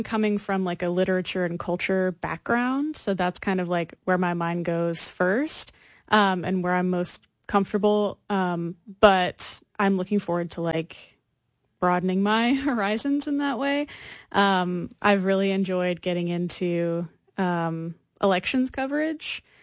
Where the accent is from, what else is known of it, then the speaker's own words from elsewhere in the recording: Pine Bluff, Arkansas, United States; now in Little Rock, United States; I'm originally from Southeast Arkansas, down around Pine Bluff. I did my undergrad at Hendricks College, my master's at the University of Mississippi.